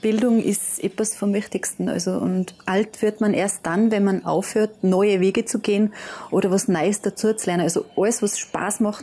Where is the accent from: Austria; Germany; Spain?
Austria; Tyrol; ich als Tiroler